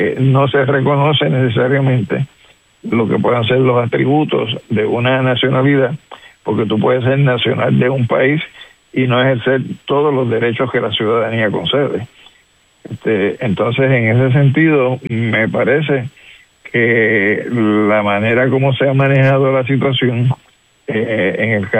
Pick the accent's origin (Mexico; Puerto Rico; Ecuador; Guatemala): Puerto Rico; yo soy puertorriqueño nacional, aunque tenga desde el punto de vista jurídico una ciudadanía que corresponde a la ciudadanía estadounidense